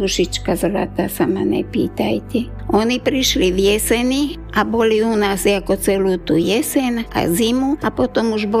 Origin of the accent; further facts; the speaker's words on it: Kalnica, Trenčín Region, Slovakia; born there; also born or lived in Beckov; My sme bývali von z dediny. To patrilo do Beckova, hoci my sme boli Kalničani